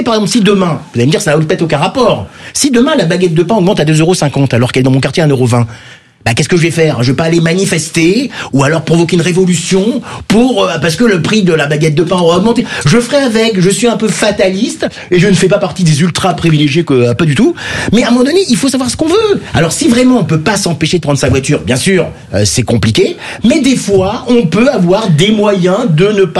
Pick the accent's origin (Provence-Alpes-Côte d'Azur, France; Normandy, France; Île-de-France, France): Île-de-France, France; Paris; Moi, alors, je vais vous dire, malheureusement, je suis un pur parisien.